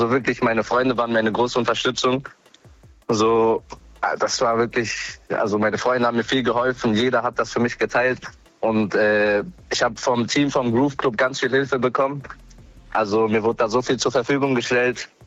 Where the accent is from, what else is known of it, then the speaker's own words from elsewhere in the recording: Bremen, Germany; born there; Ich bin Findorfer. Oho. Also, ich bin dort geboren.